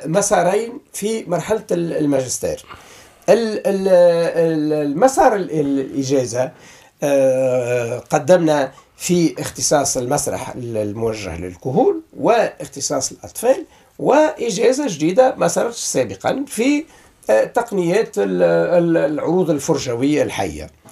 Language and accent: Arabic; Tunisia; وبالتالي احنا ما احناش احنا كلنا ولاد تونس